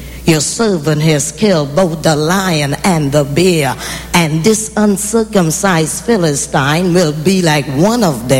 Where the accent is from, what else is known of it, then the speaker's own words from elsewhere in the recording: Trinidad & Tobago; they told you that I'm from Trinidad, which means the moment I start preaching, that accent is going to kick in real hard.